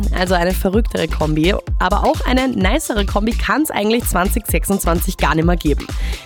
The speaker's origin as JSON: {"language": "German", "country": "Greece", "lives_now": "Vienna, Austria", "said": "Ich als Griechin kann sagen"}